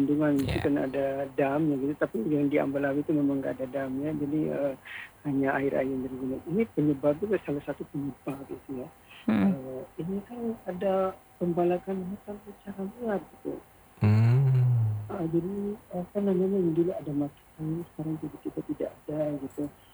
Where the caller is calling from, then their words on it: Bima, West Nusa Tenggara, Indonesia; di Kota Bima.